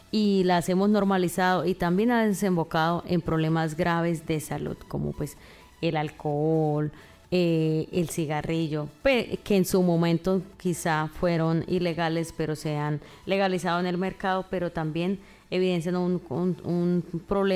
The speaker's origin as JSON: {"language": "Spanish", "country": "Colombia", "said": "como colombianos lo pensemos"}